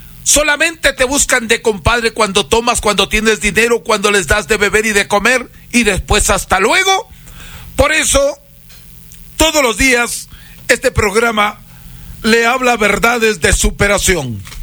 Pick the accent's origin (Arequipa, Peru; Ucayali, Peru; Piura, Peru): Piura, Peru; Huancabamba; mi cultura huancabambina, peruana